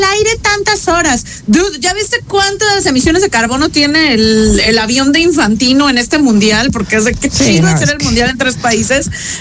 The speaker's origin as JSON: {"language": "Spanish", "country": "Mexico", "moved": "yes", "lives_now": "Vitoria, Spain", "said": "Y yo, es que soy mexicana. Y yo les digo, sí. Es que sabes que I'm Mexican."}